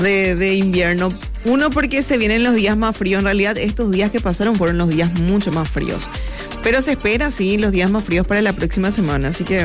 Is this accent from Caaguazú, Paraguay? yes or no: no; Encarnación, Itapúa, Paraguay; Nos pasábamos en casa, sí, sin mucho trámite. A veces le pegábamos un viajecito a Yolas, sí. Pero la mayoría de las veces nos quedábamos por Encarnación.